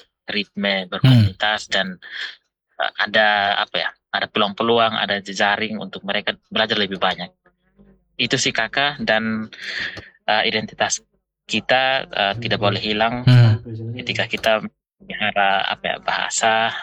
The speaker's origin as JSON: {"language": "Indonesian", "area": "Amanuban, South Central Timor", "region": "East Nusa Tenggara", "country": "Indonesia", "said": "kami ini perlu untuk semua orang Amnuban tahu."}